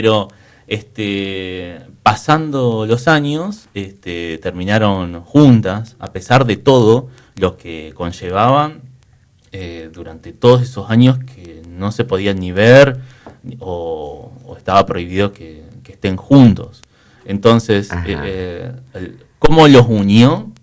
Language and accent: Spanish; Río Gallegos, Santa Cruz, Argentina; Y yo le digo, de Río Gallegos.